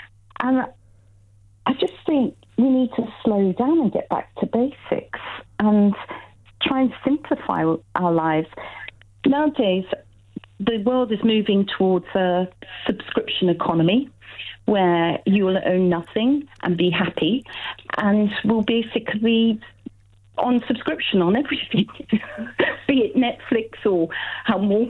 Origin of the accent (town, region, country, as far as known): United Kingdom